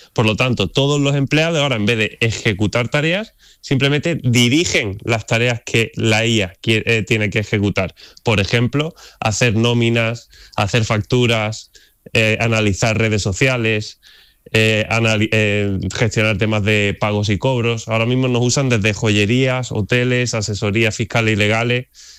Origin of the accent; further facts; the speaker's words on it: Andalusia, Spain; Yo quiero combatir, siendo andaluz, él también andaluz de Jaén, y Maite y Eugenio también de Jaén